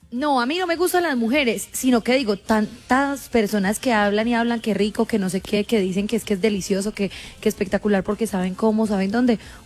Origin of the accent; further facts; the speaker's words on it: Caribbean Region, Colombia; no respondo si te queda gustando, soy la costeña.